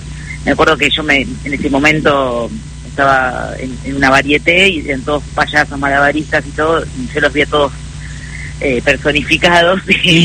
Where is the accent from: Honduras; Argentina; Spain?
Argentina; Remedios de Escalada, Buenos Aires Province; me crié en Remedios de Escalada, en el conurbano bonaerense